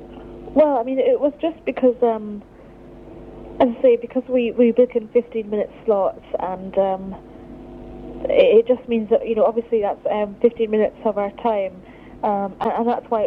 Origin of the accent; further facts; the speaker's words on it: Glasgow, Scotland, United Kingdom; No, I'm not Arabian. I'm from Glasgow. I'm Scottish.